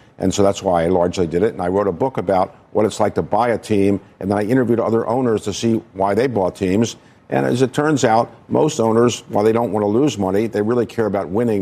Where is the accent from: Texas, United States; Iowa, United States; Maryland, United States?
Maryland, United States; Baltimore; Well, I grew up in Baltimore